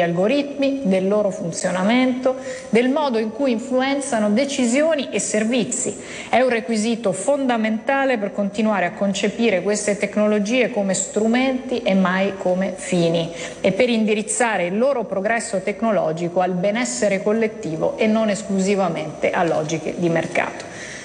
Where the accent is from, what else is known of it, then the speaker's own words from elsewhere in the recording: Umbria, Italy; Da Umbra considero particolarmente significativo che proprio il nostro territorio stia provando a costruire un modello di innovazione